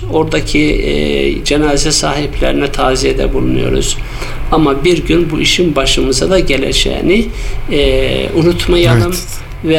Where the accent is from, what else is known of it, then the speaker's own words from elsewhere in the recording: Afyonkarahisar, Turkey; Biz de Osmanlı torunları olarak, Afyonlular olarak hatta